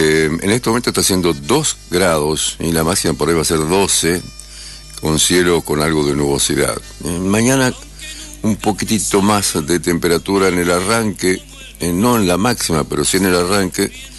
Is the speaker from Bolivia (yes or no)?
no; Argentina; Somos futboleros los argentinos, ¿no?